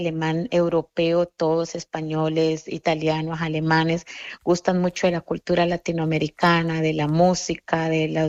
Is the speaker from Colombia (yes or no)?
yes; Colombia; moved away as an adult; now in Hamburg, Germany; eso fue una idea como latinoamericana, como colombiana